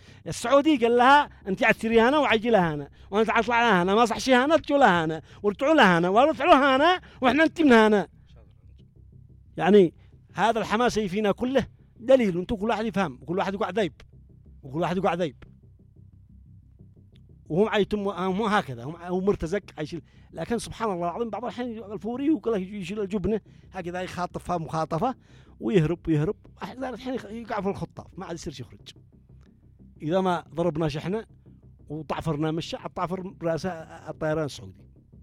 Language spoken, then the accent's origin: Arabic; Yemen; في الشارع أنا يمني